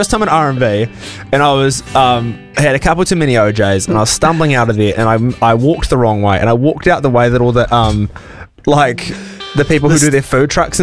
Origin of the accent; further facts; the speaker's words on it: Tauranga, Bay of Plenty, New Zealand; moved away; Growing up in Tauranga